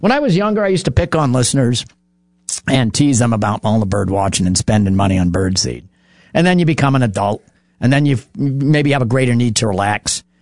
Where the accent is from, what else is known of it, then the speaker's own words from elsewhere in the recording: Marlborough, New Hampshire, United States; Marlboro, my hometown